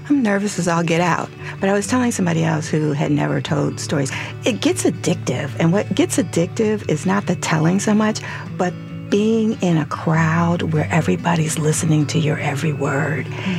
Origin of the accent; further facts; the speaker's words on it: Chicago, Illinois, United States; I mean, I grew up in Chicago too, so one of the things that I continually heard in my household